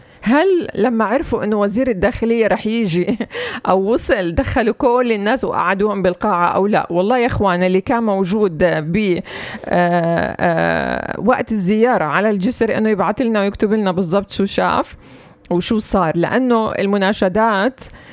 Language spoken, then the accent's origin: Arabic; Palestine; إحنا كفلسطينيين